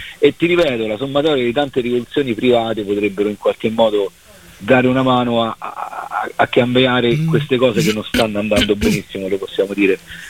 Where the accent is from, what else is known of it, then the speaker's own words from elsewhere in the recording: Lazio, Italy; poi si torna con tutta la band dalle nostre parti in provincia di Rieti